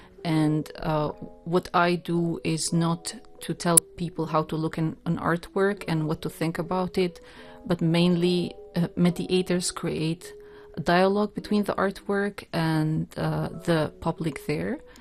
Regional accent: Kosovo; now in Oman; I'm Albanian from Kosovo. I reside here in Oman.

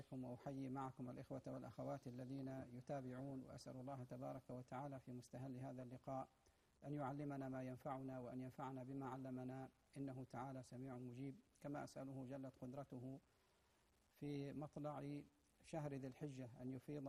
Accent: Oman; وأن يحفظ بلادنا عمان من كل سوء ومكروه

